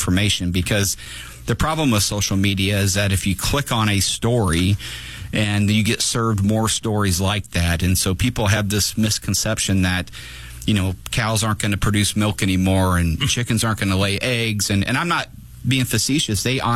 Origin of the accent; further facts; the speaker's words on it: Divernon, Illinois, United States; So, I grew up in Divernon. My parents both grew up in Springfield on the east and down on the Cabbage Patch.